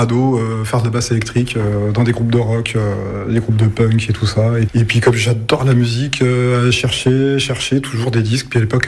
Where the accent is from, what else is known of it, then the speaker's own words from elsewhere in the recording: Nancy, Grand Est, France; parce que moi je suis originaire de Nancy.